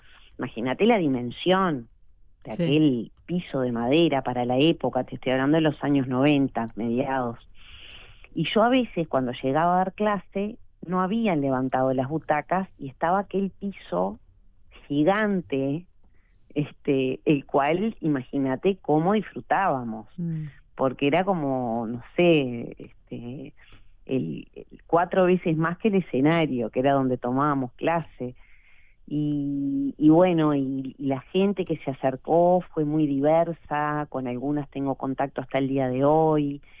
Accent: Maldonado, Uruguay; also born or lived in San Carlos; yo soy de Maldonado, pero nací en San Carlos.

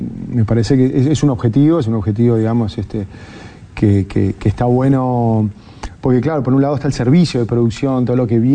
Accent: Uruguay; Yo soy de Uruguay, a ver.

